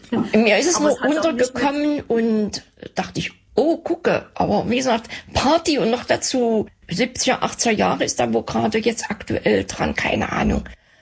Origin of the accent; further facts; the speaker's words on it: Leipzig, Saxony, Germany; ja, muss man nur als Leipzigerin aufpassen.